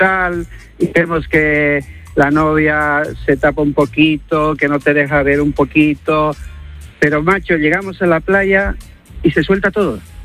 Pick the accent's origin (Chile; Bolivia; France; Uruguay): Bolivia; No, no esperaba soy yo boliviano